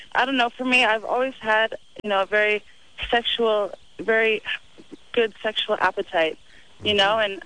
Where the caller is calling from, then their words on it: Alaska, United States; we're in Utah right now, and we're going back. I'm from Alaska.